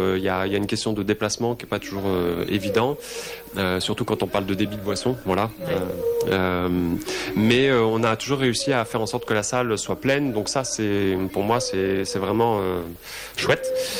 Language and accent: French; Brittany, France; now in southern France; moi, je suis originaire de Bretagne.